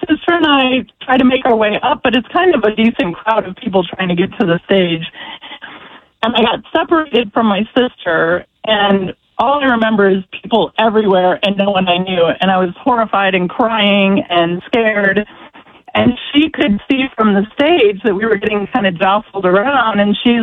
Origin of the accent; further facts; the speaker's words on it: Michigan, United States; So I'm originally from Michigan, and my dad took my sister Terry and I to a big country concert